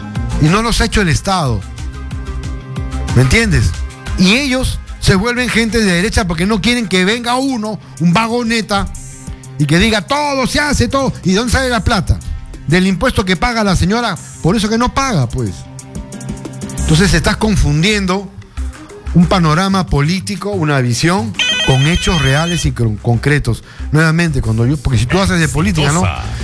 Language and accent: Spanish; Peru; porque así somos los peruanos, pues no.